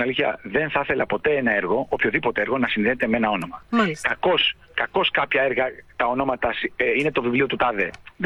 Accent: Athens, Attica, Greece; Εμείς είμαστε πιο παλιά από τη Ρώμη.

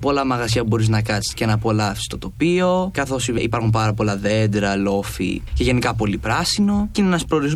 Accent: Aigio, Western Greece, Greece; μια πολύ καλή επιλογή θα ήταν να πας στο Αίγιο, γιατί εκείνη και το χωριό μου

